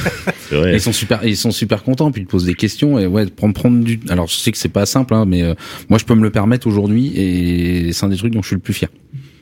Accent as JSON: {"language": "French", "country": "France", "said": "parce que nous sommes français, monsieur."}